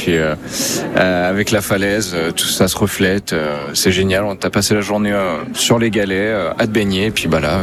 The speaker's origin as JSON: {"language": "French", "town": "Fécamp", "region": "Normandy", "country": "France", "said": "Je pense que ce serait sur Fécamp. Je viens de Fécamp, donc je l'ai vécu pas mal de fois."}